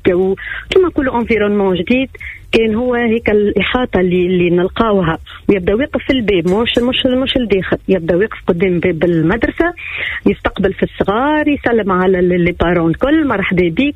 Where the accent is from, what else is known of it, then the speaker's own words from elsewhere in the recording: Bizerte, Bizerte Governorate, Tunisia; moved away as an adult; now in Sfax, Tunisia; أي أنا من صفاقس، أنا ما قريتش في صفاقس، أنا قريت في بنزرت.